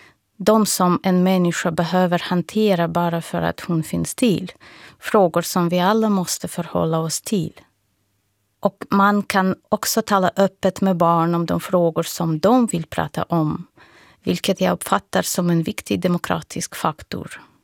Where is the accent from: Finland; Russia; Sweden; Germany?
Russia; Moscow; Swedish is a second language; Förmodligen började jag med svenska för att det kändes som en någorlunda exotisk språk. Jag är uppvuxen i Moskva och visste inte så mycket om norra Europa.